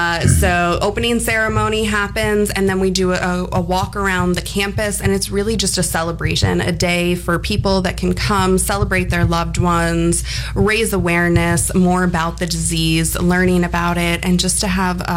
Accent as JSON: {"language": "English", "town": "Cobleskill", "region": "New York", "country": "United States", "said": "I'm originally from Cobiskill, New York."}